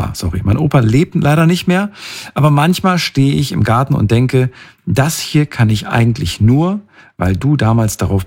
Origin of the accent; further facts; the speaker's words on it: North Rhine-Westphalia, Germany; Ich komme aber auch aus NRW.